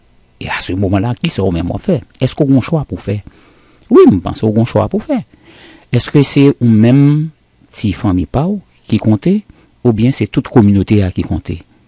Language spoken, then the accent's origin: French; Haiti; nous même nous taillé en tant que communauté en tant que haïtien pas vrai